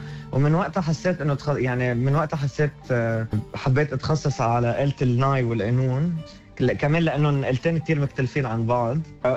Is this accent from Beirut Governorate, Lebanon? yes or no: yes; Beirut, Beirut Governorate, Lebanon; now in Australia; أنا ربيت ببيروت لبنان، وجيت على أستراليا من 8 سنين ب 2019.